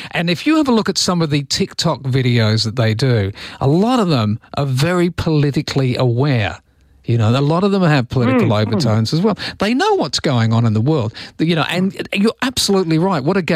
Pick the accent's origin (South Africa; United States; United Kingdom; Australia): Australia; Perth, Western Australia; Because I remember looking at the front page of the newspaper when I was growing up in Perth at the age of 15 or 16